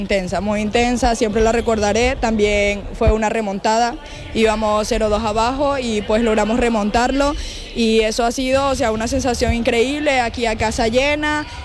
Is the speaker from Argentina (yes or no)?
no; Venezuela; now in Ourense, Spain; ahí somos 3 venezolanas en el equipo, y pues sin duda alguna con mis 2 compañeras de Venezuela, que bueno, ya hemos jugado muchas veces juntas en Venezuela